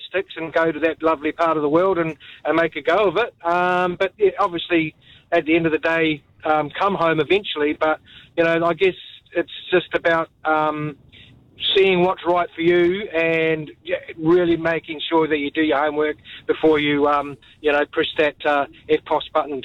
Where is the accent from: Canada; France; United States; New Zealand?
New Zealand; I'd never give up my Kiwi passport, and I always let mum know that, you know, she is an Australian and I'm a New Zealander.